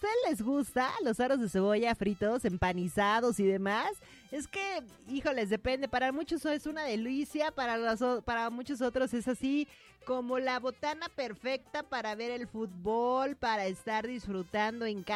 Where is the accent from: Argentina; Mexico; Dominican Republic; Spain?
Argentina; Como argentino, hombre, sencillito y carismático vamos a ser el día de hoy.